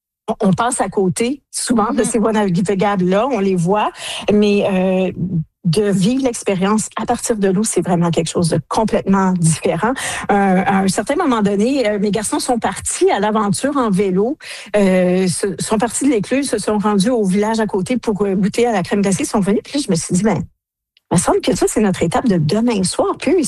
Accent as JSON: {"language": "French", "region": "Ontario", "country": "Canada", "said": "d'avoir cette expérience-là, là, de tourisme fluvial chez nous en Ontario."}